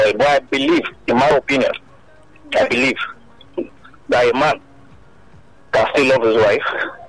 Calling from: Sagamu, Ogun, Nigeria; I'm calling from Shagam.

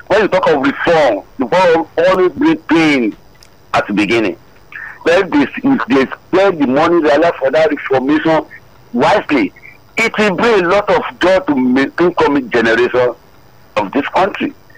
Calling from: Ogwa, Nigeria; I'm calling from Ogwa.

